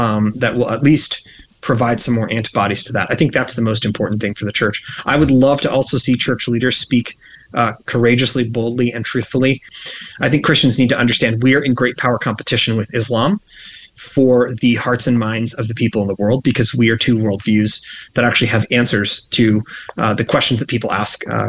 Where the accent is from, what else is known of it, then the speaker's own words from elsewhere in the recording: United States; I am fundamentally defined by the fact that I'm an American as a human being.